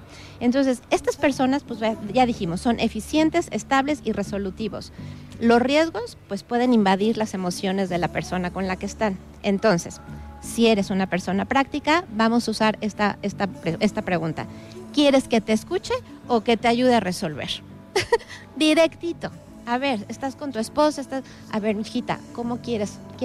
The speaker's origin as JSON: {"language": "Spanish", "country": "Mexico", "said": "¿cómo somos los mexicanos?"}